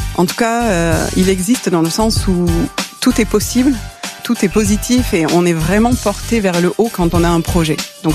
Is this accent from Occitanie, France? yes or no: yes; Nîmes, Occitanie, France; moved away as an adult; also born or lived in San Francisco / Hawaii / Alaska; now in San Diego, United States; J'ai grandi à Nîmes et à 19 ans, je suis partie à San Francisco comme jeune fille au pair. Et j'ai enchaîné, en fait, je devais partir 3 mois. Finalement, je suis restée plus de 20 ans. Mais j'ai enchaîné San Francisco, Hawaï, l'Alaska, un petit peu du Canada.